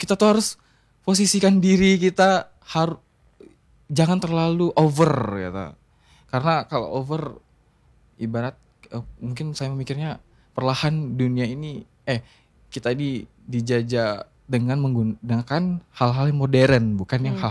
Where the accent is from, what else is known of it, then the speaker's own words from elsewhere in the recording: Bengkulu, Indonesia; kita orang Bengkulu, tapi di Bengkulu masih banyak dialek-dialek bahasa